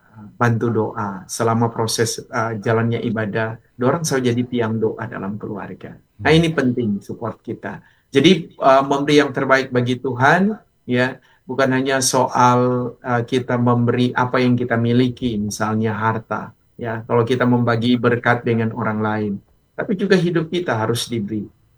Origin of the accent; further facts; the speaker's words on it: Manado, North Sulawesi, Indonesia; Walaupun kita orang Manado